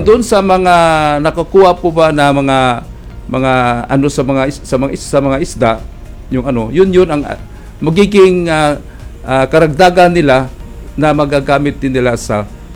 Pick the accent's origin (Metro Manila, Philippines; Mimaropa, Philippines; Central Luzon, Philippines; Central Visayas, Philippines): Central Visayas, Philippines; Bantayan Island; sa amin sa Bantayan Island.